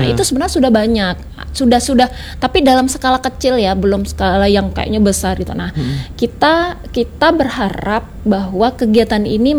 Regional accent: Pontianak, West Kalimantan, Indonesia; Dulu parit-parit Ali Anyang itu, saya kecilnya di Ali Anyang.

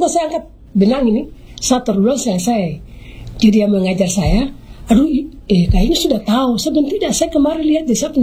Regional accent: Maybrat, Indonesia; now in Sorong, Indonesia; kami orang Mebrat.

